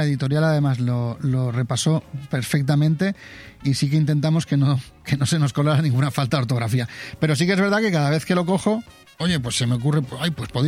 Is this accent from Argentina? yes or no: no; Spain